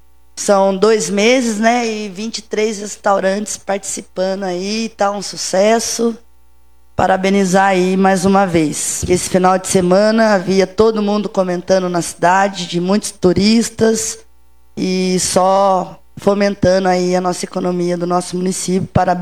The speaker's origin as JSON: {"language": "Portuguese", "country": "Brazil", "said": "Somos brasileiros, né, não desistimos nunca."}